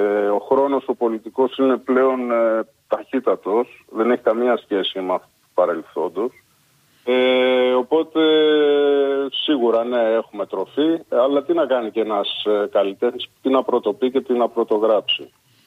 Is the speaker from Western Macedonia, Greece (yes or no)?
no; Piraeus, Attica, Greece; born there; Μία διόρθωση, δεν γεννήθηκα στα Χανιά, γεννήθηκα στον Πειραιά.